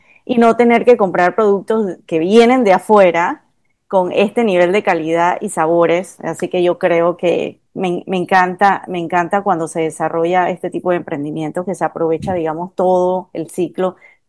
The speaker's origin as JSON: {"language": "Spanish", "region": "Chiriquí", "country": "Panama", "tie": "born or raised there", "said": "crecimos en Chiriquí, siempre en Tierras Altas"}